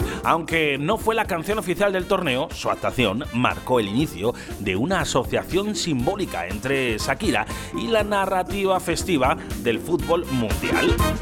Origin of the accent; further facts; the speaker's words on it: Spain; born there; Yo que soy caboverdiano de raza, yo que soy español de nacimiento, ¿a quién debo de apoyar?